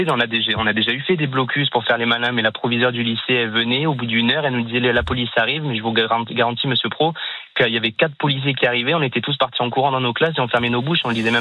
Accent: Bordeaux, Nouvelle-Aquitaine, France; born there; Oui, je suis né à Bordeaux.

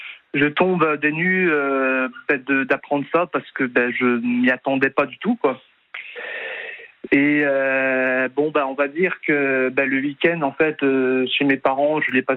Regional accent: Nancy, Grand Est, France; also born or lived in Ardennes; parce que moi, je suis originaire de Nancy. En Meurthe-et-Moselle, sauf que cette époque-là, moi j'habitais chez mes parents, qui habitaient dans les Ardennes.

